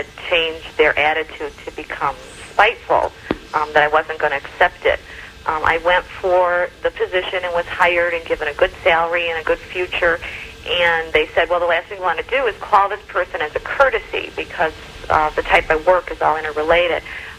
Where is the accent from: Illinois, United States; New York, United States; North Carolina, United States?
Illinois, United States; Chicago